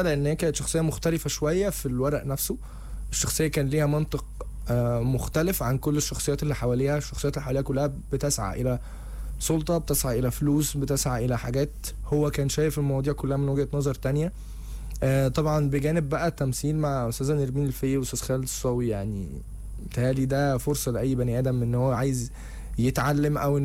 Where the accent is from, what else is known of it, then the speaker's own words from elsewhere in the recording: Alexandria, Alexandria Governorate, Egypt; moved away as an adult; also born or lived in Cairo; انا اصلا من اسكندريه فانا عشت 8 سنين فلوحدي مغترب في القاهره